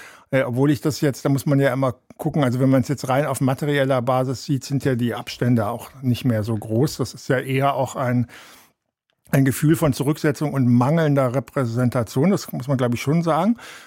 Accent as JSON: {"language": "German", "region": "Rhineland-Palatinate", "country": "Germany", "tie": "born there", "lives_now": "Berlin, Germany", "said": "auch wenn Rheinland-Pfalz, also nein, nicht Rheinland-Pfalz, aber die Gegend ja kurz davor noch zu Bayern gehört hatte, ja, dann hätte ich einen bayerischen Pass bekommen."}